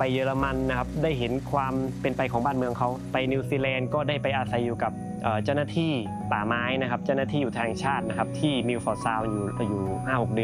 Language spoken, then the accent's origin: Thai; Satun, Thailand; born there; เราโชคดีมากที่ได้เกิดมาในสตูลครับผมเพราะว่าไม่ใช่ว่าจะมีทุกจังหวัดในประเทศไทยนะที่จะมีทั้งป่าดิบนะครับแล้วก็หมู่เกาะสวรรค์นะครับ